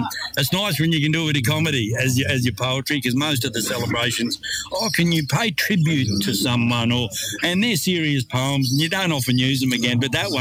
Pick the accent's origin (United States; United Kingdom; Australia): Australia; I'm a Aussie bush poet.